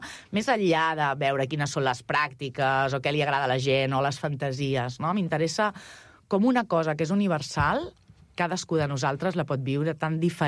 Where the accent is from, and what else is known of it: Catalonia, Spain